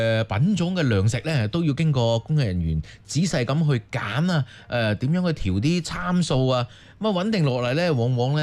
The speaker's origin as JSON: {"language": "Cantonese", "town": "Guigang", "region": "Guangxi", "country": "China", "tie": "born or raised there", "said": "哦，所以讲咧，咁多米嘅贵港咧，啲朋友咧食饭咧都要睇下我哋家乡噶啦。"}